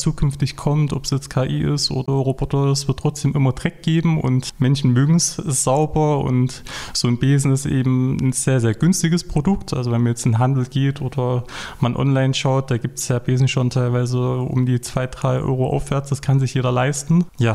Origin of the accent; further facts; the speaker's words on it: Rotenkirchen, Saxony, Germany; Ich komme aus Rotenkirchen, das ist im Vogtland.